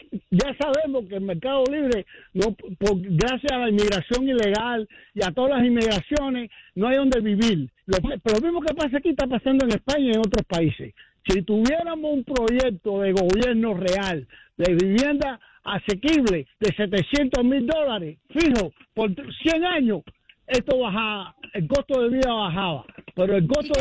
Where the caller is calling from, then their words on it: New Jersey, United States; Sí, de New Jersey. Buen día, Andreina.